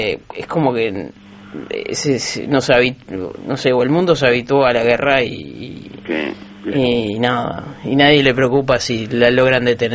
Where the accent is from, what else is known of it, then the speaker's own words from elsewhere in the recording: Colón, Uruguay; born there; Nací en Estados Unidos, nací en la querida República Oriental del Uruguay.